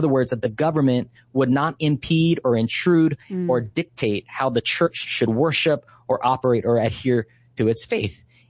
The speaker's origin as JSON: {"language": "English", "region": "Hawaii", "country": "United States", "tie": "born or raised there", "said": "I'm born and raised on Maui. I'm a local boy here. And we started the chapter out of Maui."}